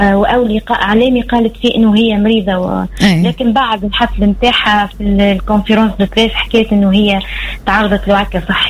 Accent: Tunisia; وأغاني تونسية اللي نحبوها بلهجتنا هكا وبتراثنا وعاداتنا.

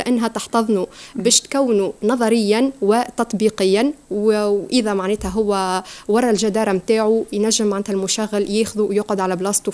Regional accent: Tunisia; بالنسبة لنا في تونس

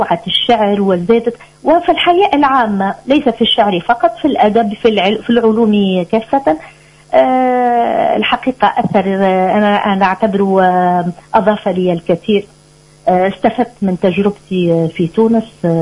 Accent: Libya; now in Tunisia; من ليبيا، ولدت في ليبيا، ترعرعت من عائلة ليبية، الوالدة من تونس،

